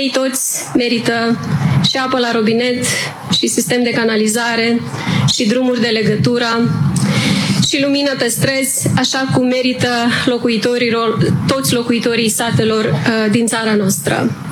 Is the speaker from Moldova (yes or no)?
yes; Risipeni, Fălești District, Moldova; Eu m-am născut și am copilărit în Risipeni, Pelești.